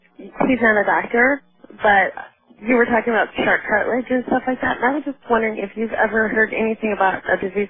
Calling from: Des Moines, Iowa, United States; Des Moines, Iowa.

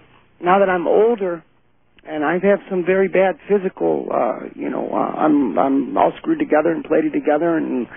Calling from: Cleveland, Ohio, United States; I'm from Cleveland.

